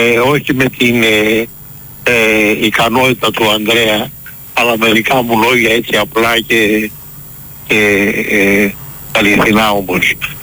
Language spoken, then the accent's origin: Greek; Thessaloniki, Central Macedonia, Greece; moved away as an adult; now in Michaniona, Greece; Είμαι Θεσσαλονικιός, παιδί του Βαρδαρίου. Βρέθηκα όμως στη Μηχανιώνα λόγω Συνδίου.